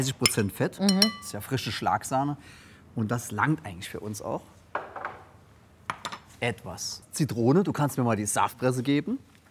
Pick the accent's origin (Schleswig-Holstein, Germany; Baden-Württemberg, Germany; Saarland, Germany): Saarland, Germany; Blieskastel; ich bin ja aus Bieskastel